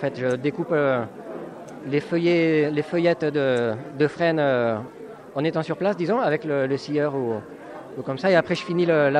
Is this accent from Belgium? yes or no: no; Bourisp, Occitanie, France; born or raised there